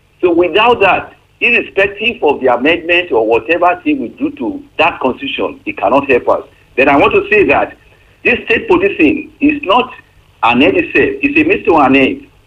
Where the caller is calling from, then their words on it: Iwaroka, Nigeria; I'm calling from Iwaroka.